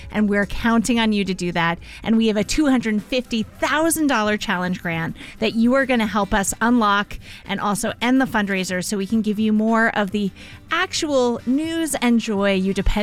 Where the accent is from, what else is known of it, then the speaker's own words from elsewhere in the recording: New Jersey, United States; now in Los Angeles, United States; I have to confess, I'm also from New Jersey.